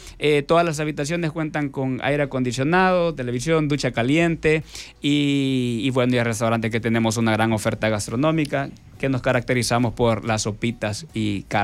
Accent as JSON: {"language": "Spanish", "country": "El Salvador"}